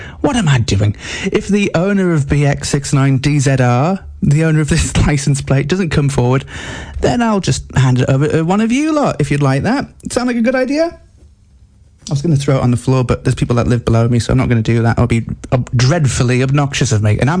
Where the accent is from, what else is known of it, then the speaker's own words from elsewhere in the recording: Alnwick, North East England, United Kingdom; No, we're from Alnwick. We hate Sunderland.